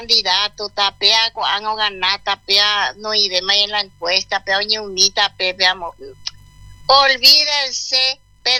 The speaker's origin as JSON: {"language": "Spanish", "town": "Icuaporá", "country": "Paraguay", "tie": "born there", "also_born_or_lived": "Roberto L. Petit / Asunción", "moved": "yes", "said": "Yo nací en Icuaporá y después de Icuaporá inmigré a Roberto L. Petit. De Roberto L. Petit vine para Asunción y de Asunción para acá."}